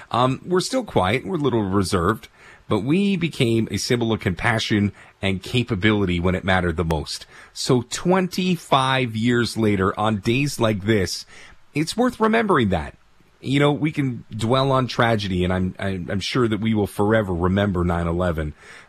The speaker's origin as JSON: {"language": "English", "country": "Canada", "said": "And there's days where being Canadian feels routine."}